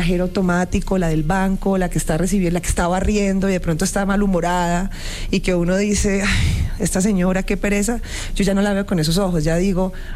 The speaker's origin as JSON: {"language": "Spanish", "town": "Cali", "region": "Valle del Cauca", "country": "Colombia", "lives_now": "Bogotá, Colombia", "said": "Sí, yo soy caleña, ve. Desde Cali, Colombia. Yo vengo de Bogotá, porque yo vivo en Bogotá, pero yo soy de Cali."}